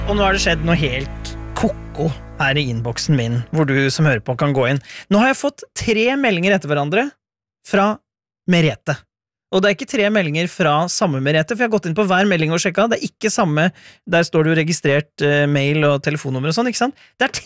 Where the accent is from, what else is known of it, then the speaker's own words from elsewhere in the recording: Innlandet, Norway; accent: Hedmark dialect; Jeg snakket i sted om at jeg kommer fra Hedmarken og har egentlig innerst inne der Hedmarksdialekt